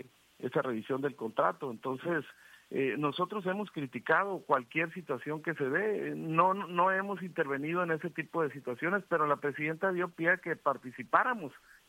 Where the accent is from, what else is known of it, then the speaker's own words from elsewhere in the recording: Guasave, Sinaloa, Mexico; yo soy de Guasave, yo me interesa mucho lo que sucede en mi municipio